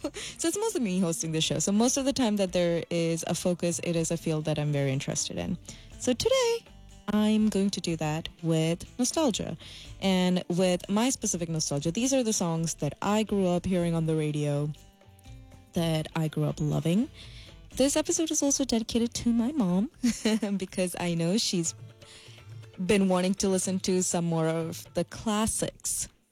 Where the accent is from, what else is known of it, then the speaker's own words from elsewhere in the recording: Kerala, India; now in Pittsburgh, United States; I am Malayali. I'm from the South Indian state called Kerala.